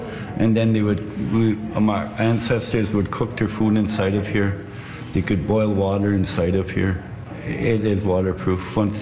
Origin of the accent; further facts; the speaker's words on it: Buffalo Narrows, Saskatchewan, Canada; I'm from Buffalo Narrows, Saskatchewan. I'm a First Nations person from Canoe Lake.